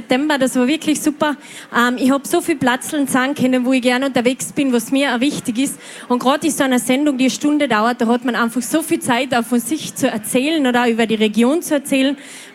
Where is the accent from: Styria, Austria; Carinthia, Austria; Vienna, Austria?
Carinthia, Austria; Ebene Reichenau; Ganz genau aus einem 2000-Einwohner-Seelendorf in Ebene Reichenau.